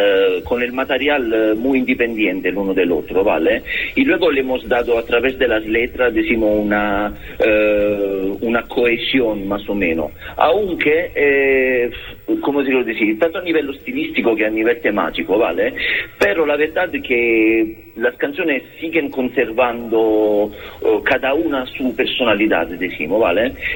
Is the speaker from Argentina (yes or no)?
no; Italy; Spanish is a second language; Sí, sí, soy italiano, soy italiano.